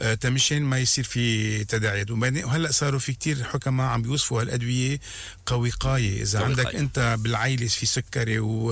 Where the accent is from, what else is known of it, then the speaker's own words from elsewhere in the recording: Lebanon; عندنا بلبنان